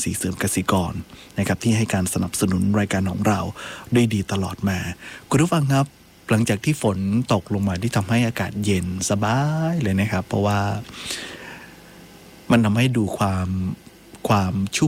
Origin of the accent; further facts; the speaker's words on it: Northern Thailand, Thailand; อันนี้ก็เป็นวิถีของล้านนาเราเนาะคนเมืองเราเนี่ยครับ